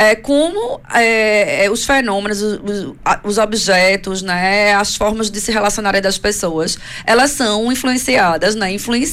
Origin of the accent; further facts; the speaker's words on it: Recife, Pernambuco, Brazil; now in Portugal; Eu sou recifense, né?